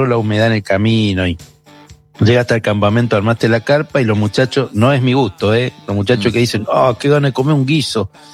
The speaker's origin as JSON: {"language": "Spanish", "region": "Corrientes", "country": "Argentina", "said": "Yo soy el único correntino en el universo que no le gusta la mandioca."}